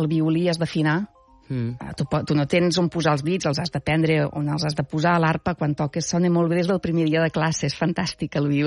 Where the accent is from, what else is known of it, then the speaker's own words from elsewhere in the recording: L'Espluga de Francolí, Catalonia, Spain; moved away as an adult; also born or lived in Scotland / Belgium; jo vinc de l'Espluga de Francolí, és un poble, doncs ara tenim 4.000 habitants, hi ha una escola de música